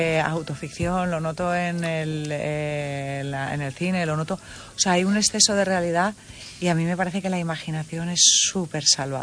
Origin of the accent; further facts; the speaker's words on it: Cádiz, Andalusia, Spain; now in Vigo, Spain; yo soy de Cádiz